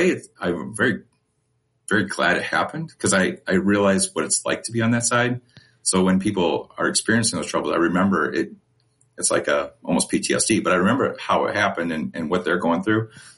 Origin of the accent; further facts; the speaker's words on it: Sandwich, Illinois, United States; also born or lived in Serena, Illinois; I grew up in Sandwich, Illinois.